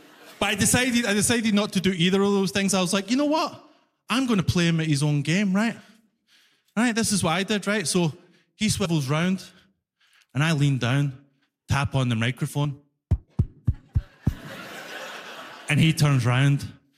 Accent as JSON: {"language": "English", "town": "Glasgow", "region": "Scotland", "country": "United Kingdom", "said": "Because that's the thing, I'm from Glasgow, right? If you don't know, Glasgow is the knife crime capital of Europe. Every single Glaswegian person is a psychopath, including me. You do not want to mess with Scottish people, you know?"}